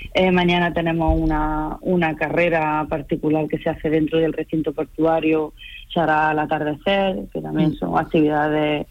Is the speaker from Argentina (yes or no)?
no; Linares, Andalusia, Spain; now in Almería, Spain